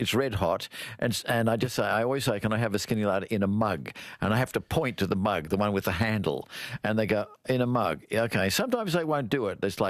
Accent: Melbourne, Victoria, Australia; I'm sorry, I was from Melbourne.

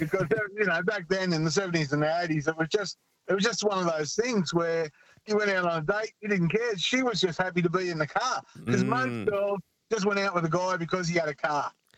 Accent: Sydney, New South Wales, Australia; now in Coomera, Australia; Oh, mate, when I was a kid growing up in Sydney in the 70s and the 80s, that was the best time for us all together

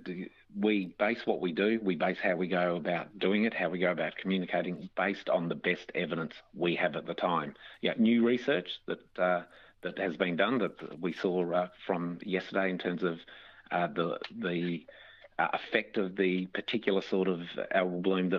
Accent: Mount Gambier, South Australia, Australia; then went back to my hometown of Mount Gambier for a couple of days to participate in events and see some of the Aboriginal elders that I grew up

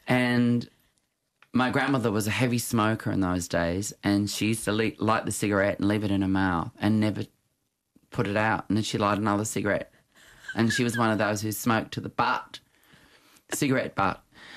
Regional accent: Australia; as a child growing up in Australia in the 70s, I just couldn't imagine it.

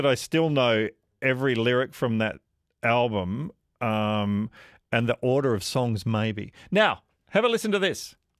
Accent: Western Australia, Australia; No, I'm West Australian. Well, I'm West Australian who moved to Victoria. So a little bit of both.

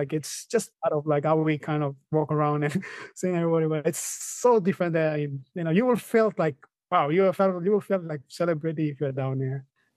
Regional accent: Papua New Guinea; English is a second language; They thought that I'm from from Brazil or other places. I don't know how they, you know. Then when I told them PNZ, it's like, where is PNZ? Or sometimes when people know Papua New Guinea

